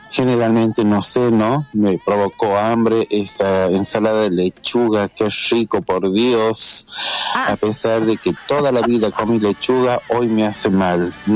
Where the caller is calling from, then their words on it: La Rioja, Argentina; Saludo desde La Rioja